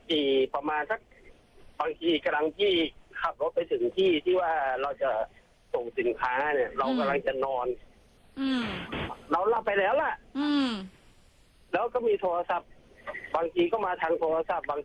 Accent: Ratchaburi, Thailand; now in Phatthalung, Thailand; เราบ้านอยู่ราชบุรี

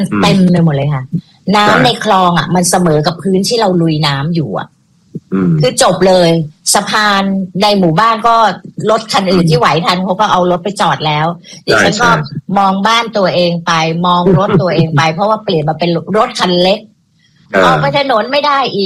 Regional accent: Bangkok, Thailand; เราไม่เคยพึ่งพาคนเหล่านี้เลยในชีวิตที่เราเป็นคนกรุงเทพมา

